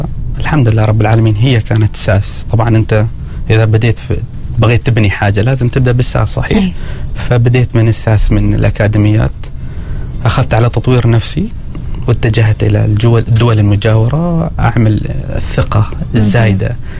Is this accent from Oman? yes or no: yes; Oman; moved away as an adult